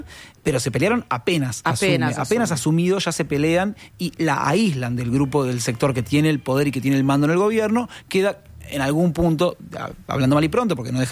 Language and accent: Spanish; Argentina